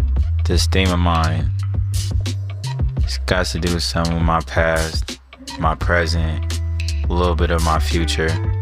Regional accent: Sacramento, California, United States; I'm from Sacramento, 916, the city of trees. You know, it's very sunny out there.

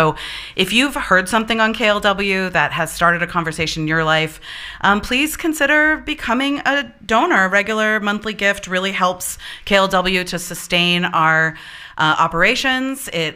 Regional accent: San Francisco Bay Area, California, United States; growing up in the Bay Area

